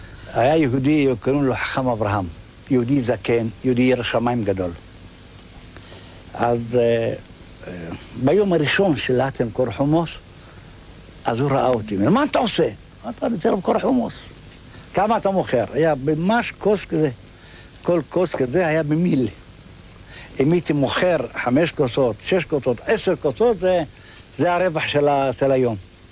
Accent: Jerusalem, Jerusalem District, Israel; אני גדלתי בעיר העתיקה, וגדלתי בתוך ישיבת פרת יוסף.

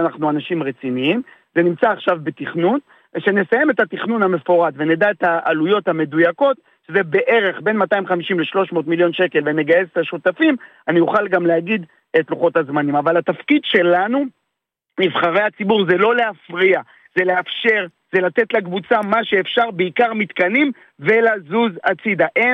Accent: Beersheba, Southern District, Israel; אני נולדתי, גדלתי, התחנכתי באר שבע

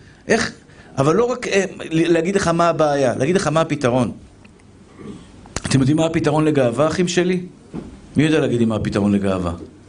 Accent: Tel Aviv, Tel Aviv District, Israel; גדלתי בשכונת התקווה שמשחקים כדורגל

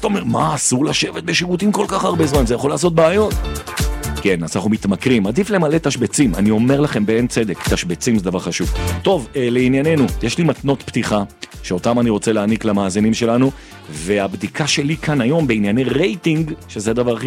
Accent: Jerusalem, Jerusalem District, Israel; אני גדלתי ברחוב הנביאים בירושלים, זה בסמוך לבית ישראל ולמאה שערים.

